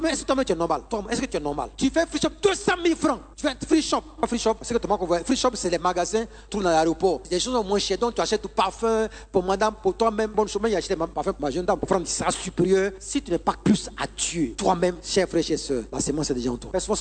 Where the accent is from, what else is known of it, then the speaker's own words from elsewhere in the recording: Burkina Faso; Moi, je viens du Burkina Faso.